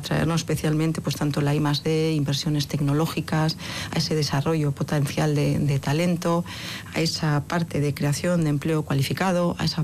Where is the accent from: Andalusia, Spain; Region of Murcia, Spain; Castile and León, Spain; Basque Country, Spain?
Basque Country, Spain